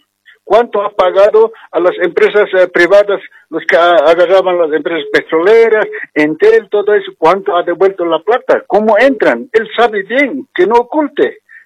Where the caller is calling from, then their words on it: El Alto, La Paz, Bolivia; Ciudad del Alto, de Distrito 8.